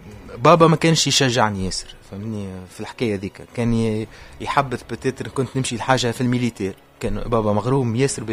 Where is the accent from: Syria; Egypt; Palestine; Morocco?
Syria; فما طفلة اسمها راشا فرد عمرها أنا وياها من سوريا.